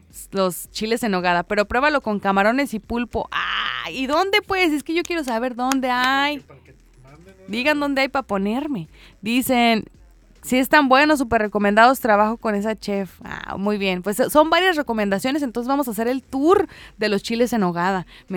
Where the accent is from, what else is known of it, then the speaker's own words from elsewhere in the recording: Mexico; Somos mexicanos